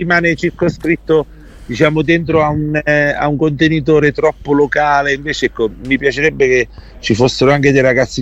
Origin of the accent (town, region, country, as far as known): Ascoli Piceno, Marche, Italy; accent: Ascolano dialect